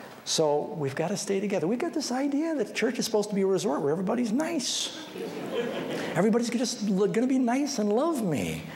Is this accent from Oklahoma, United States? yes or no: no; California, United States